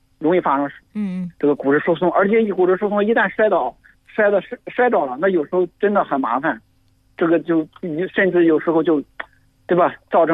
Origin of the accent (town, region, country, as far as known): China